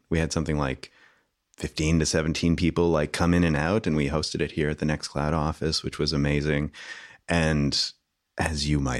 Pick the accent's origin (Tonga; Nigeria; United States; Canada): Canada; As a Canadian